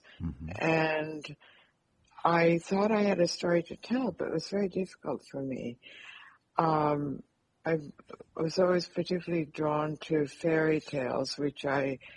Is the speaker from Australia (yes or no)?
no; United States; born there; English is a second language; also born or lived in Europe / Latvia